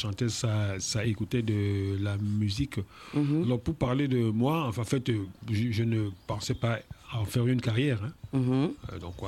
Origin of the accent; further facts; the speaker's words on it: Cameroon; also born or lived in Paris, France; né le 14e, mais rassurez-vous, j'ai grandi au Cameroun.